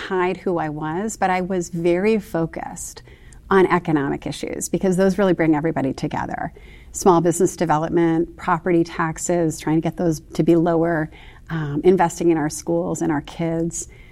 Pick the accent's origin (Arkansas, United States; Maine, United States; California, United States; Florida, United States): Maine, United States; I was a kid growing up in Hancock County and a graduate of Ellsworth High School, a Peace Corps volunteer and AmeriCorps volunteer.